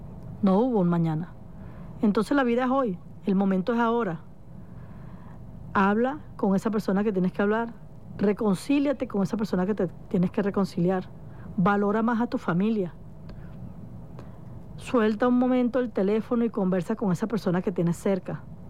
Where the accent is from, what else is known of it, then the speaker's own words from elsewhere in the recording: Venezuela; Somos uno solo en este momento, somos hermanos venezolanos que nos necesitamos los unos a los otros.